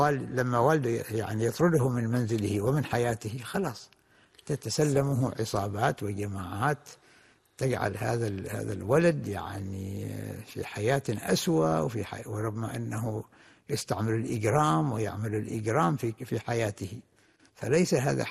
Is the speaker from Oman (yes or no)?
yes; Oman; كان واحد الحياة بسيطة في القرى في البلدان مثلا عندنا في عمان تجد الواحد أين يذهب يعني البلد كلها متكاتفة وكلها متعاونة وكلها متعارفة